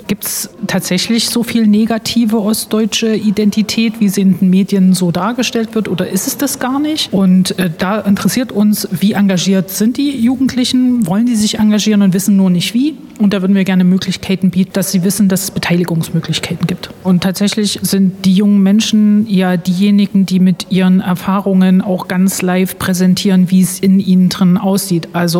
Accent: East Germany, Germany; Also ich bin auch in der DDR groß geworden.

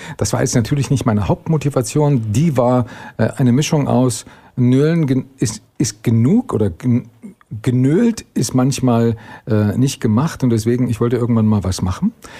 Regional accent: Erfurt, Thuringia, Germany; Ich bin in Erfurt groß geworden, dort geboren, aufgewachsen

